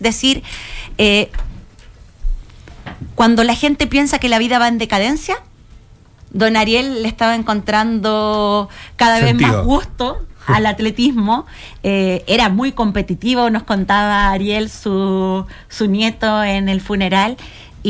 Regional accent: Santiago, Santiago Metropolitan Region, Chile; now in Iquique, Chile; yo soy santiaguina, pero ya llevo muchos años en Iquique trabajando con personas mayores

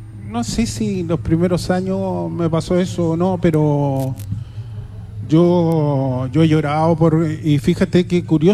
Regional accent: La Serena, Coquimbo, Chile; now in Iquique, Chile; allá en mi tierra, en el Estadio La Portada, antiguo Estadio La Portada

